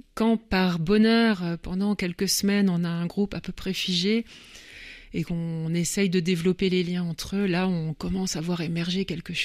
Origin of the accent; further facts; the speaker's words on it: France; Oui, mais même en tant que Français, quand on n'est jamais trop allé dans les musées, on a peur au début